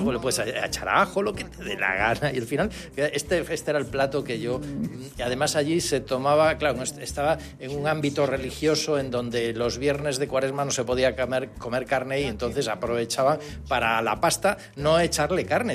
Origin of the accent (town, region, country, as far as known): Galicia, Spain